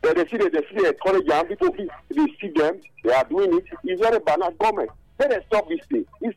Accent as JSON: {"language": "English", "country": "Benin", "said": "I'm from Benin."}